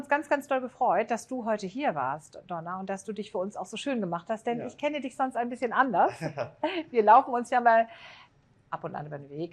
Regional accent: Hamburg, Germany; Ich bin ja Hamburgerin, das weißt

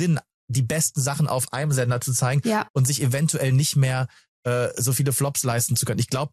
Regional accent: France; German is a second language; Ich habe eine französische Vornamen. Und bei uns in Frankreich sagt man Padel.

